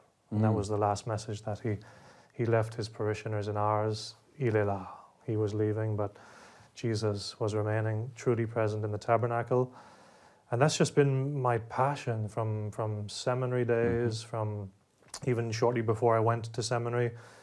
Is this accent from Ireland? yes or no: yes; Connacht, Ireland; born there; also born or lived in London, England; we moved back to Ireland, where I spent most of my life, County Sligo, northwest of Ireland.